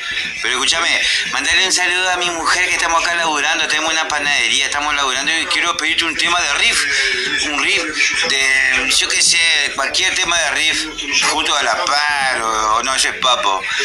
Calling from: San Pedro, Buenos Aires Province, Argentina; yo soy acá de San Pedro, de Calle Roca

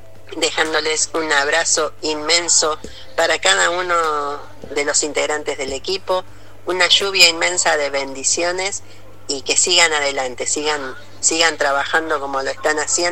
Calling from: Buenos Aires Province, Argentina; soy la mamá de Luciano, un joven adulto con síndrome de Angelman, somos de Zona Sur, Buenos Aires

